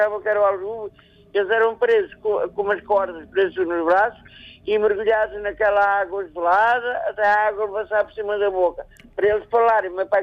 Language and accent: Portuguese; Portugal; born or raised there